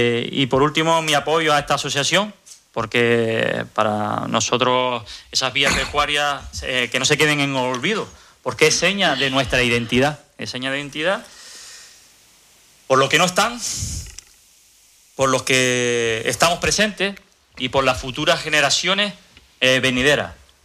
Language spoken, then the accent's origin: Spanish; Albarda, Canary Islands, Spain; Por suerte, vengo de Albarda. ¿Qué quiere decir esto? Pues que desde niño, el vehículo de transporte que se utilizaba en mi casa eran las bestias, ¿sabes?